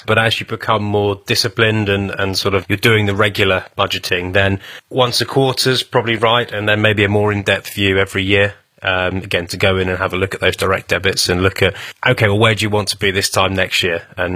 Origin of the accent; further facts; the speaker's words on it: Petersfield, South East England, United Kingdom; So I grew up in Petersfield, and there's two rivers in Petersfield called Tilmore Brook and the River Rother.